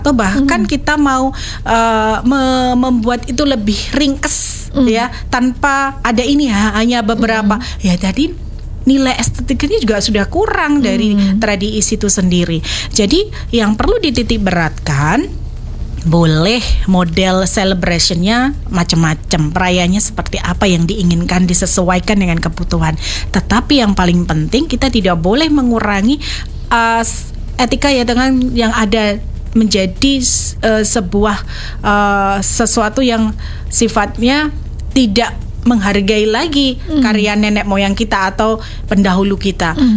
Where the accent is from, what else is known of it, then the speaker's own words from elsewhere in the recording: Java, Indonesia; tidak semua orang tahu seperti budaya kita Jawa seperti ini